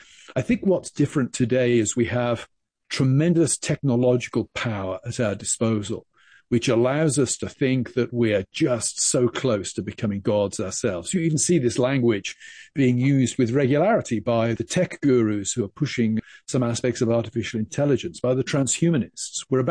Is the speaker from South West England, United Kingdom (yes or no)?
yes; South West England, United Kingdom; My background is I grew up in England, the West Country of England, over in Gloucestershire.